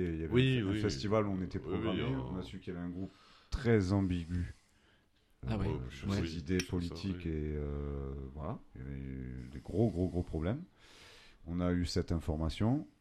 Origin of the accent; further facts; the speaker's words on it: Occitanie, France; Parce qu'on vient d'Ariège. On vient d'Ariège. En Ariège, on était numéro un au monde sur les free parties.